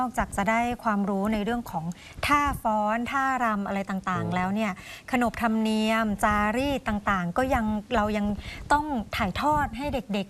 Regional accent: Northern Thailand, Thailand; เราเป็นคนเหนือเราเป็นคนเมือง

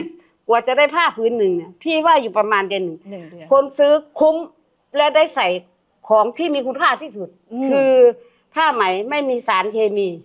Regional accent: Isan, Thailand; now in Chumphon, Thailand; เราไม่ได้ก่อตั้งนะเพราะว่าเรามาจากภาคอีสานเราก็นำความรู้จากภาคอีสานมาสานต่อที่นี่

